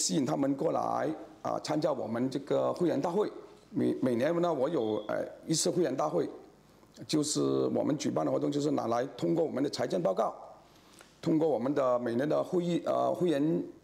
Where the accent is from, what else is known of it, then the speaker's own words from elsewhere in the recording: Malaysia; 特别我们马来西亚华人， 他们语言非常丰富的新加坡华人，是吗？我讲福建话、潮州话、广东话、粤语、英文，是吗？普通话全部会讲的